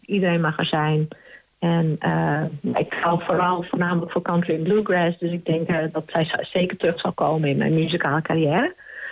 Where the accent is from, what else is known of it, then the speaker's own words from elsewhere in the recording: Friesland, Netherlands; first language West Frisian; Dutch is a second language; Maar toen ik begon was het eigenlijk volledig in het Fries. Het is mijn moedertaal, ik hou ervan. Ik treed ook eigenlijk alleen maar in de provincie op.